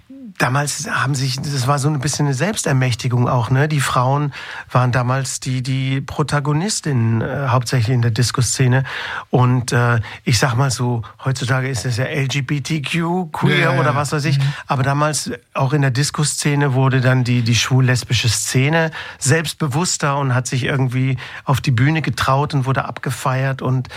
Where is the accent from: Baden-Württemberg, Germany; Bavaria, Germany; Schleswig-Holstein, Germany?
Baden-Württemberg, Germany; ich bin ja ländlich aufgewachsen in der Nähe von Heilbronn in Süddeutschland